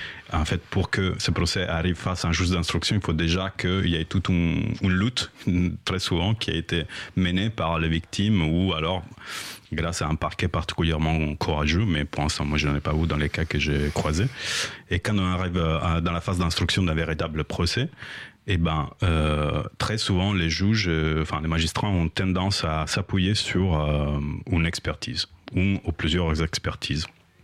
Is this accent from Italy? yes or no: yes; Italy; now in Paris, France; Très vite, je suis journaliste, je suis italien, mais je vis à Paris depuis longtemps